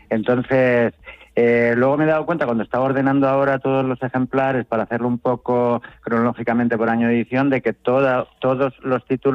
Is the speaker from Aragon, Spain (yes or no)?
no; Castilla-La Mancha, Spain; de los que somos castellano manchegos